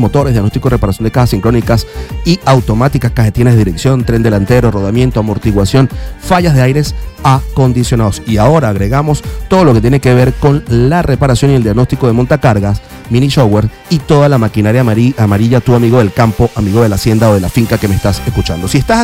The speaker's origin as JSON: {"language": "Spanish", "town": "Puerto La Cruz", "region": "Anzoátegui", "country": "Venezuela", "tie": "born or raised there", "said": "Vamos allá, mi tierra natal, a Puerto La Cruz."}